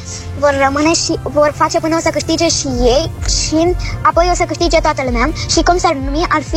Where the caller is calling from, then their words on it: Bucharest, Romania; din București și am 6 ani.